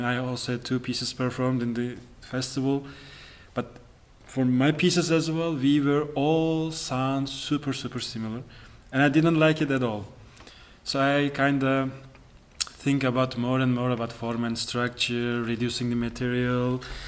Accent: Istanbul, Turkey; English is a second language; I am 27 years old and I'm coming from Turkey. I'm from Istanbul.

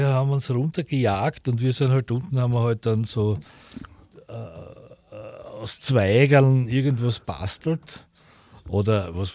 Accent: Wagna, Styria, Austria; Flavia Solber direkt. Also das ist Wagner bei Leibniz und Flavia Solber ist dort gleich die Ausgrabung

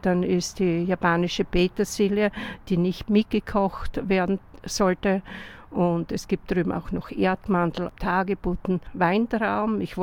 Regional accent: St. Anna am Aigen, Styria, Austria; weil ich komme auch aus Jam bei St. Anna am Aigen.

